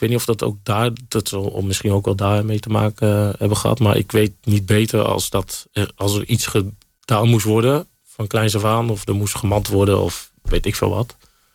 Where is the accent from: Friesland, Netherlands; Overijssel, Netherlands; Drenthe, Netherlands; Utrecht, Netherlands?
Utrecht, Netherlands; born or raised there